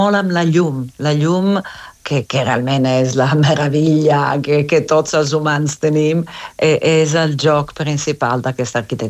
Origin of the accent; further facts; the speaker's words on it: Italy; Catalan is a second language; moved away; sóc italiana